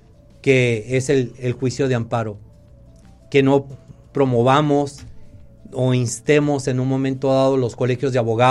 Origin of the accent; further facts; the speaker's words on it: Mexico; nos consideramos así porque somos mexicanos